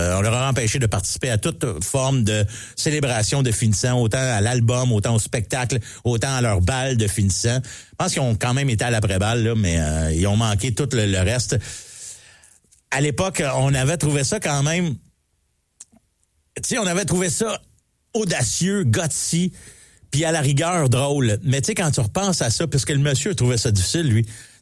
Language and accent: French; Mont-Saint-Hilaire, Quebec, Canada; Moi, je viens de Saint-Hilaire